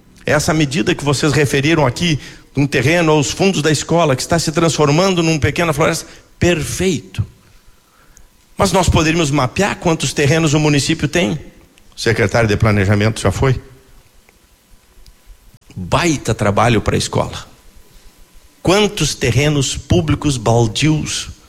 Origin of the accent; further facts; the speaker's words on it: Brazil; essa fotografia é de um rio, que é o rio da minha infância. É o rio onde eu nasci. Chama-se o Rio Jaguari.